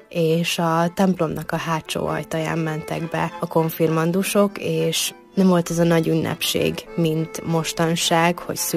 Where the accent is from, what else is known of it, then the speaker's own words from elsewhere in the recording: Batyu, Zakarpattia Oblast, Ukraine; tudni rólam, hogy én Bátyúban születtem